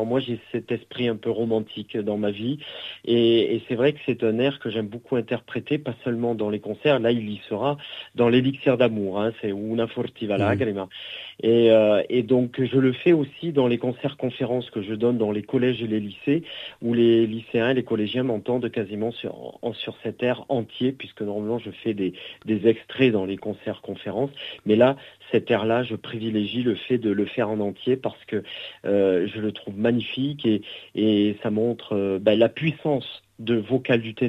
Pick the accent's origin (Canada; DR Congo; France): France; South-West France; also born or lived in Bordeaux; now in Avignon, France; j'étais du Sud-Ouest, hein, je suis natif du Sud-Ouest.